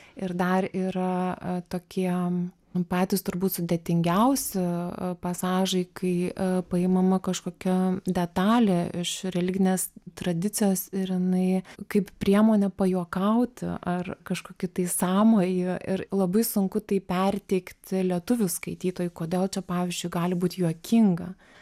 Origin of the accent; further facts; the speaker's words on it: Kaunas, Kaunas County, Lithuania; Labai pasikeitė, nes aš užaugau Kaune ir tiesiog kiek aš mokiausi ir studijavau Kaune